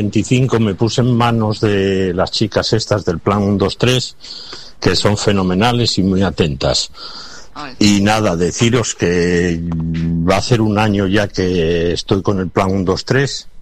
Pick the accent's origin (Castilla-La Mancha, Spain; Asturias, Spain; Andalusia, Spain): Asturias, Spain